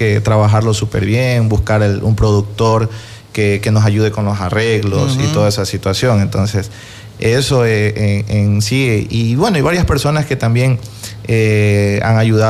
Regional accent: Ecuador

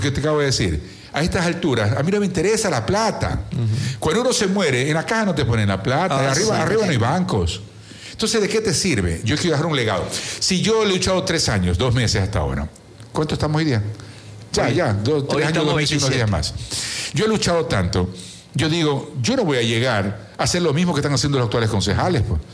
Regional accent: Quevedo, Los Ríos, Ecuador; yo sí creo que tengo un compromiso con mi tierra.

